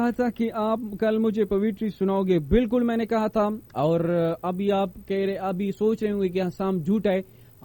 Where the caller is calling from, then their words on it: Tank, Khyber Pakhtunkhwa, Pakistan; hello نہیں, میں ٹانگ سے ہوں